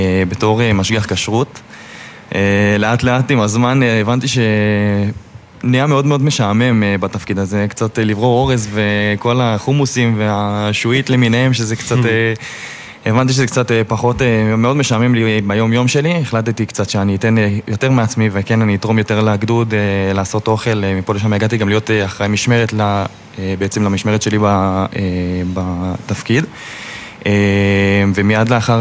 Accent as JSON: {"language": "Hebrew", "town": "Modiin", "region": "Central District", "country": "Israel", "said": "בן 25, אני ממודיעין."}